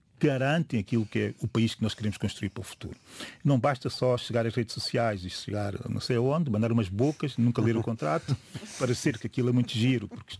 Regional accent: São Tomé & Príncipe; o problema mais crítico que nós temos em São Tomé e Príncipe

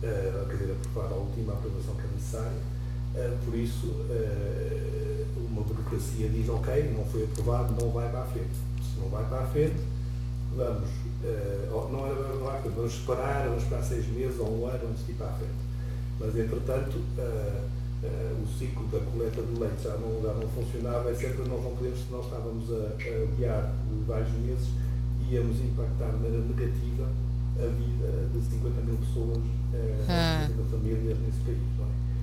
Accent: Portugal; eu vejo sobretudo como português, nós, como portugueses

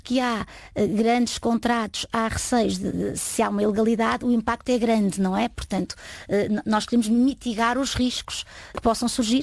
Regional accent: Coimbra, Centro, Portugal; born there; also born or lived in Recardães, Águeda; Cidade onde nasci e onde fiz alguns dos meus graus, enfim, de académicos, e onde tenho muita família, tenho muitos amigos, e, portanto, é uma cidade que me diz muito.

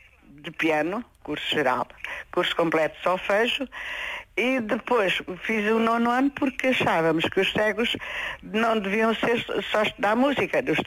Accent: Reguengos de Monsaraz, Alentejo, Portugal; also born or lived in Portel; Portel, exatamente, eu sou de Rengos Monsaraz, mas a minha mãe teve que mudar para Portel por circunstâncias da vida.

